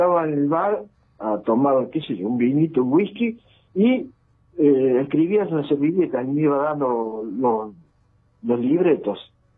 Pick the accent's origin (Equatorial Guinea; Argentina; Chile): Argentina; Córdoba; accent: Cordoban tonada; Buenos Aires no me gusta mucho. Soy más bien campechano, más bien cordobés, más bien la sierra, el río y mi tonada.